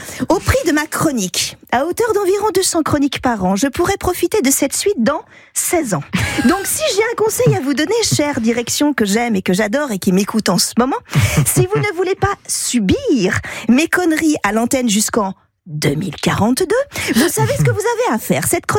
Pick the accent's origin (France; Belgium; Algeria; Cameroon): France; Saint-Nazaire, Pays de la Loire; Il s'est construit chez nous à Saint-Nazaire